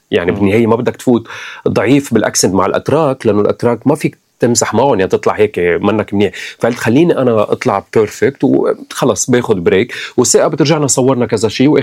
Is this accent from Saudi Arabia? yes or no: yes; Saudi Arabia; also born or lived in United Arab Emirates; وأنا ربيت بالسعودية والإمارات فتعلمت هذا أنا وصغير أنه عايش المشترك مع عالم، هو شو ما كان دينه ما عنا مشكلة.